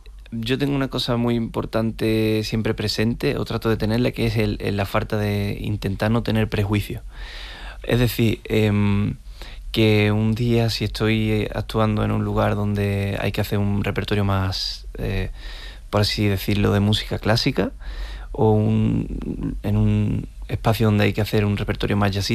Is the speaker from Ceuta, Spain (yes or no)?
no; Utrera, Andalusia, Spain; Ocho Caños es una fuente también de mi tierra, de Utrera